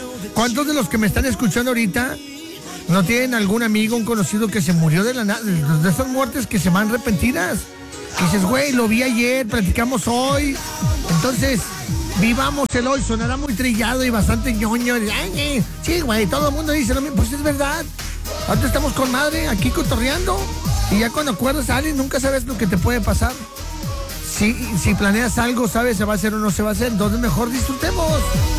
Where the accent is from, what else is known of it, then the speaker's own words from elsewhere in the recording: Chile; now in Mexico; ¿Por qué creen que me vine de Chile a México?